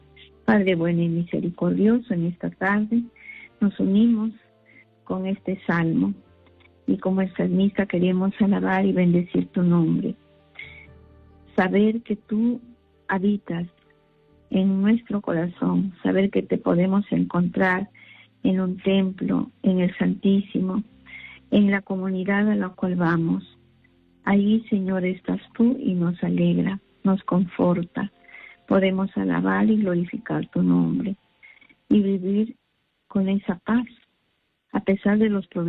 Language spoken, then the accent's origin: Spanish; Peru